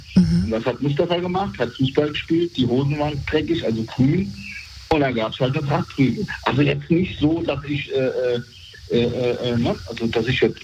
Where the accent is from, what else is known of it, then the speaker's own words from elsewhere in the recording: Bad Soden am Taunus, Hesse, Germany; wir sind in Bad Soden am Taunus groß geworden